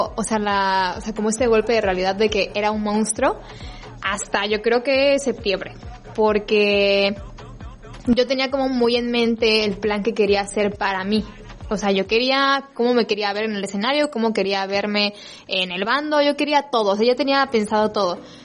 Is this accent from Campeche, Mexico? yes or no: yes; Campeche, Mexico; moved away as an adult; also born or lived in Mexico City; yo pues toda mi vida estuve en Campeche, me fui a Ciudad de México para estudiar una carrera